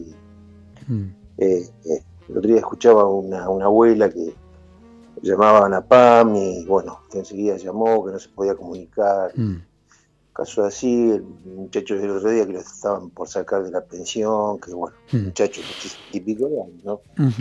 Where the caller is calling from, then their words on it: Mar del Plata, Buenos Aires Province, Argentina; de Mar del Plata